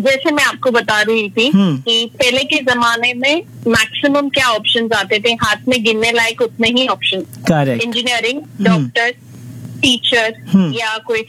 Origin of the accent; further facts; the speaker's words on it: Mumbai, Maharashtra, India; मैं अमची मुंबई से हूँ।